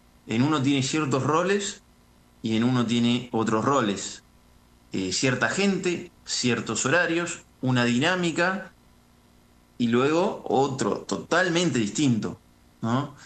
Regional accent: Buenos Aires, Argentina; yo, bueno, vengo de Buenos Aires y cuando llegué acá al Valle, escuché esto de subir y bajar.

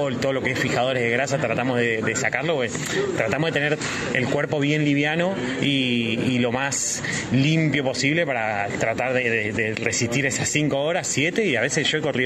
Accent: Dina Huapi, Río Negro, Argentina; yo soy de Dinahuapi, Bariloche, mucho frío, nieve

